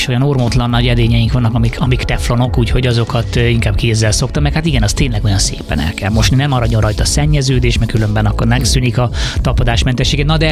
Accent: Hungary

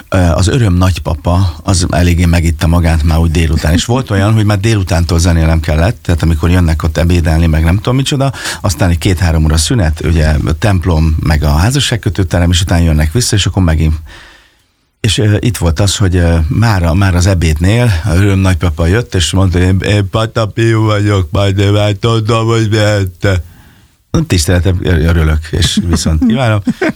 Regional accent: Fényeslitke, Szabolcs-Szatmár-Bereg, Hungary; born or raised there; also born or lived in Kisvárda

